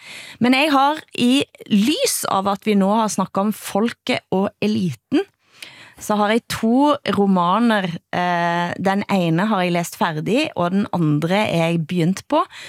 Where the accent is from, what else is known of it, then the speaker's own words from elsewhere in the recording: Erfjord, Rogaland, Norway; Til og med der jeg vokste opp i Erfjord, så fantes det gamle sangen om jenter som bare forsvant inn i berget til trollene